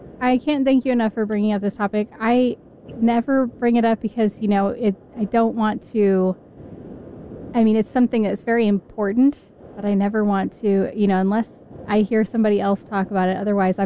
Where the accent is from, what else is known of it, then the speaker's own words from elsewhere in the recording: Texas, United States; Not to always bash California, but I'm from Texas